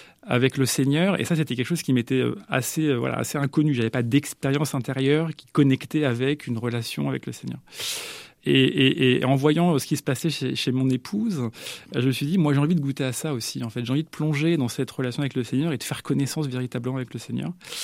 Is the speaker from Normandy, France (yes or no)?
yes; Lisieux, Normandy, France; j'ai grandi à Lisieux